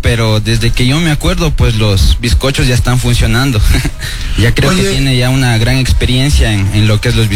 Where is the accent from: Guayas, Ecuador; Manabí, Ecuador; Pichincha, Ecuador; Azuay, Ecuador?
Pichincha, Ecuador; Cayambe; Yo soy de Cayambe.